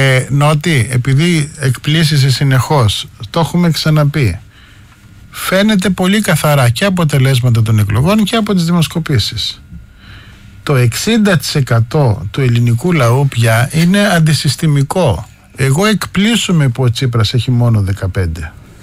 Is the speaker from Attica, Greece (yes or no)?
no; Skala Sykamineas, North Aegean, Greece; στη σκάλα Σικαμινέα στην πατρίδα μου